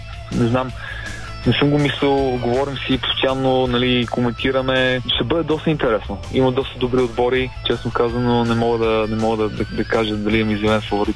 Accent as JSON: {"language": "Bulgarian", "town": "Plovdiv", "region": "Plovdiv Province", "country": "Bulgaria", "moved": "yes", "said": "все пак израснах като фен на Левски, като дете, въпреки че съм от Пловдив."}